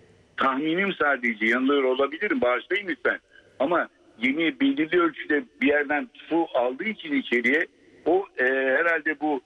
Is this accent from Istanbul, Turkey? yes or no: yes; Istanbul, Turkey; Ben Alman ekolünde büyüdüm, İstanbul'da istediğim ben.